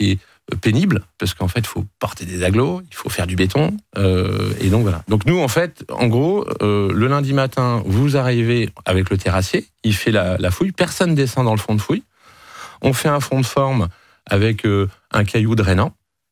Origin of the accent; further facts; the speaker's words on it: Normandy, France; moi, je suis natif de Normandie.